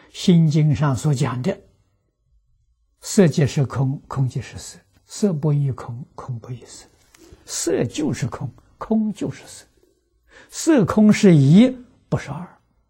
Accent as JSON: {"language": "Chinese", "country": "China", "said": "我们中国人"}